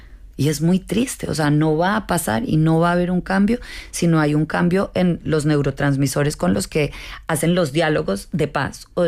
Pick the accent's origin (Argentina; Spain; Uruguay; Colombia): Colombia; yo vengo de Colombia, que es un país con mucho conflicto